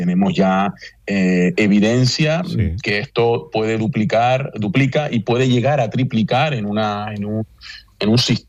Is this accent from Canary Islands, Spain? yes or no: yes; Canary Islands, Spain; todos como canarios